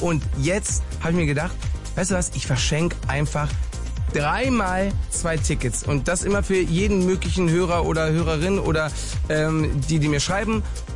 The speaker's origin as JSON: {"language": "German", "region": "Balearic Islands", "country": "Spain", "tie": "born or raised there", "said": "ich bin ja auf Mallorca aufgewachsen und bei uns, ehrlicherweise, ja, gab es keine Klassensprecher."}